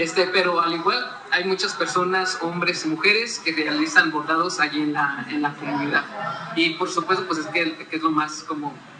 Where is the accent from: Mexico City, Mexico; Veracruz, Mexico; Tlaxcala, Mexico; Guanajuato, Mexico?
Guanajuato, Mexico; A nosotros se nos conoce como los comaleros de Santa Fe